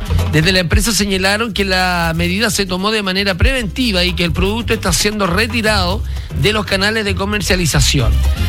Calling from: Puerto Montt, Los Lagos, Chile; Buenas tardes … de Puerto Montt.

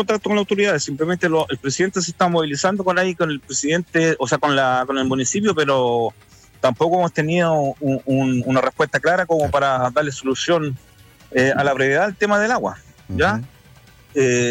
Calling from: Metrenco, Araucanía, Chile; somos de acá de Perú, sector Llorenco.

